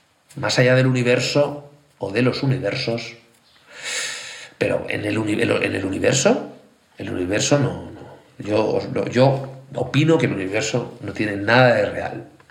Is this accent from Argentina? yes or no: no; Valencia, Valencian Community, Spain; soy urbanita, o sea, nací en Valencia y he vivido hasta la mayoría de mi vida realmente en Valencia, que ahora vivo en el campo.